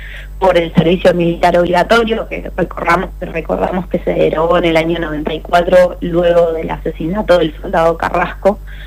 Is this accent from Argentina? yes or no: yes; Neuquén, Argentina; Nosotros somos de Neuquén